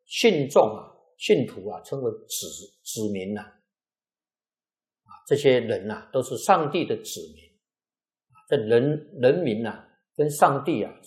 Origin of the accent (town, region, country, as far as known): Xizhi, New Taipei, Taiwan; born or raised there